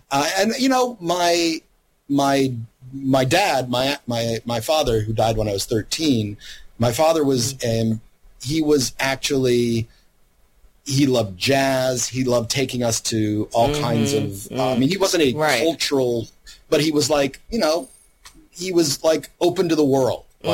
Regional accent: Louisiana, United States; And I grew up mostly in Louisiana.

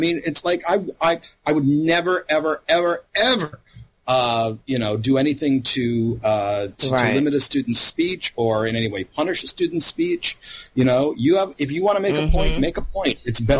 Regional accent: Louisiana, United States; and you know, I grew up mostly in Louisiana, and so you look around all the time.

